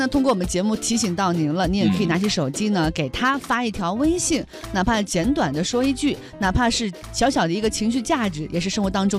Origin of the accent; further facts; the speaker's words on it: Kunming, Yunnan, China; 咱们昆明人又有一个好去处了。